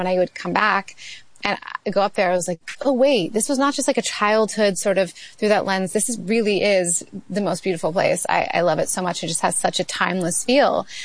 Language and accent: English; Canada; because I'm Canadian and like, why not?